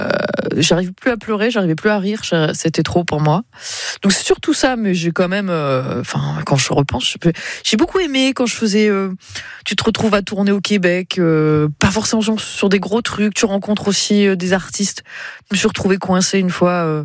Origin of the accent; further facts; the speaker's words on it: south of France, France; Attends, je suis du Sud.